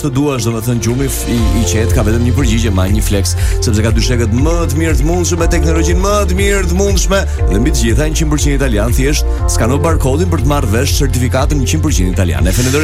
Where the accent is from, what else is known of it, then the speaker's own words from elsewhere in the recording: Peshkopi, Dibër County, Albania; po jam nga Peshkopia.